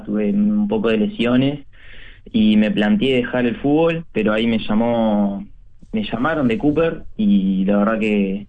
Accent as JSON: {"language": "Spanish", "region": "Montevideo", "country": "Uruguay", "said": "yo soy de Pocitos"}